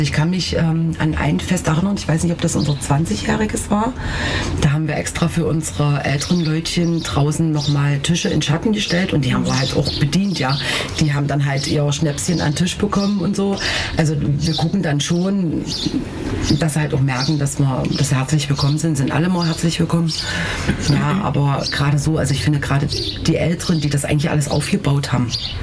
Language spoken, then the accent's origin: German; Naundorf, Germany; now in Lettewitz, Germany; Na und ich wohne seit 16 Jahren in Lettewitz, bin ursprünglich aus Naundorf.